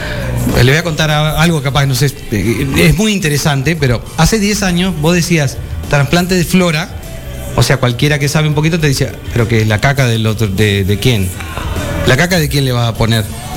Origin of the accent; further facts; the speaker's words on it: Salto, Uruguay; also born or lived in Montevideo / Canelones; Sí, yo soy nacido y nacido en Montevideo, criado hasta los 12 años acá en Salto.